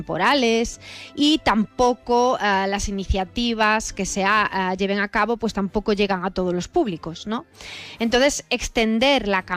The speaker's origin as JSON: {"language": "Spanish", "region": "Galicia", "country": "Spain", "moved": "as an adult", "lives_now": "Catalonia, Spain", "said": "gallega, ingeniera de caminos por la Universidad de La Coruña"}